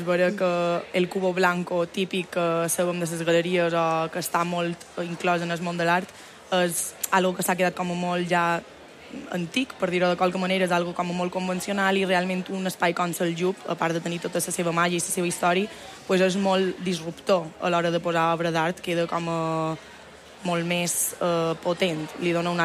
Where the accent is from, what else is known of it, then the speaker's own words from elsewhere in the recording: Palma, Balearic Islands, Spain; jo soc de Palma, pues, la meva primera opció era sortir de fora i veure que te pots quedar a casa teva, que pots disfrutar de l'illa